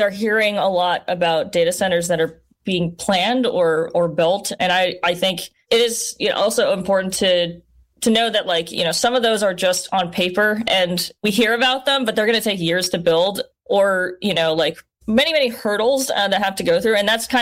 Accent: Las Vegas, Nevada, United States; I'm from Las Vegas, by the way. So, this is also very personal to me when it comes to folks building giant infrastructure in the desert

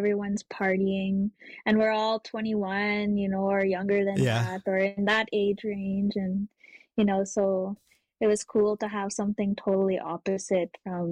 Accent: Wabasca, Alberta, Canada; also born or lived in Dillon, Saskatchewan; I'm from Wabasca, Alberta on my late father's side, and that's Woodlands Cree territory. And I'm from Dillon, Saskatchewan on my late mom's side, and that's Dene Sunkline territory.

